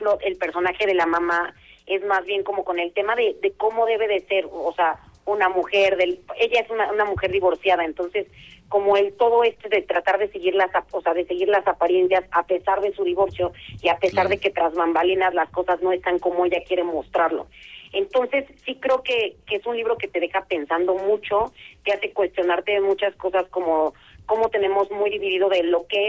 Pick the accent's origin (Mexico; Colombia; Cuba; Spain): Mexico; esta doble moralidad que tenemos como mexicanos y como sociedad